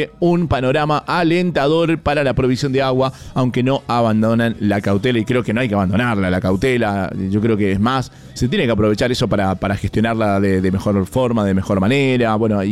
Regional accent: Mendoza, Argentina; ya como argentinos y mendocinos sabemos cuando llega un año electoral

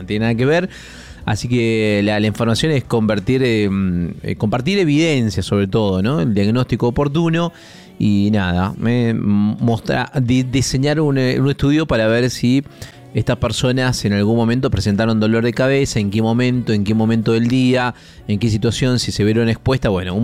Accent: Mendoza, Argentina; Y eso de nosotros como mendocinos es que deberíamos de alguna forma estar aclimatados, ¿no?

